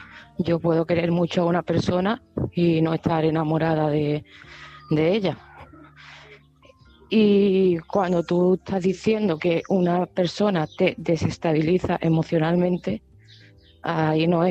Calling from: Seville, Andalusia, Spain; de Sevilla y este mensaje va para Leticia.

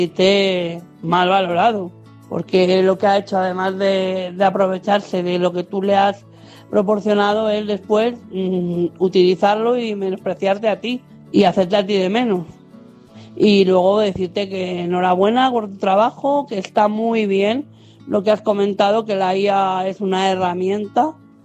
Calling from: Madrid, Community of Madrid, Spain; Buenas noches, corresponsales. … de Madrid.

